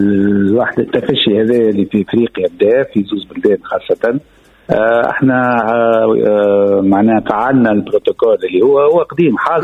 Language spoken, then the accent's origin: Arabic; Tunisia; عندنا في تونس